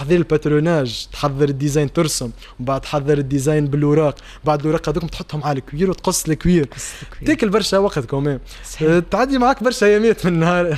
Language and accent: Arabic; Tunisia; خلينا نقولوا كتونسي